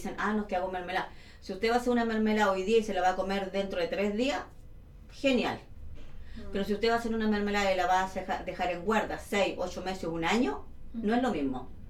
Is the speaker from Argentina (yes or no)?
no; Valdivia, Los Ríos, Chile; moved away; yo soy de Valdivia, allá en Valdivia